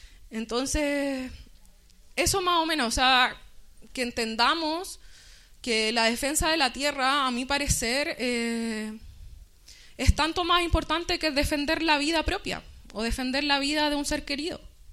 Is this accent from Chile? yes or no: yes; Chile; nosotros como chilenos populares, chilenos poblacionales